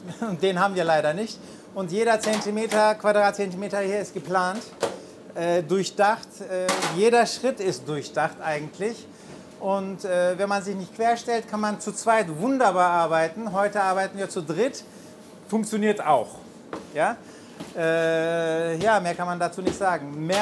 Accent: Turkey; now in Germany; Meine Frau ist ja deutsch und ich komme aus der Türkei.

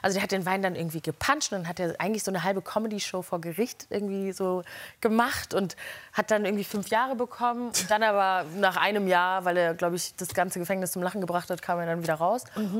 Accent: Neukirchen-Vluyn, North Rhine-Westphalia, Germany; Ich aus Neukirchen-Flühen.

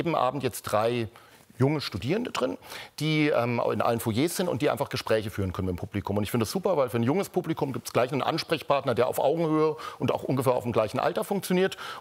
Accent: Bavaria, Germany; now in Hamburg, Germany; aus dem katholischen Bayern kommend

